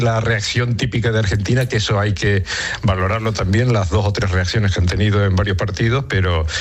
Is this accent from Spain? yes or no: yes; Garafía, Canary Islands, Spain; now in Cercedilla, Spain; te llamo de Madrid, concretamente desde Cercedilla, aunque soy de Garafía, la isla de La Palma.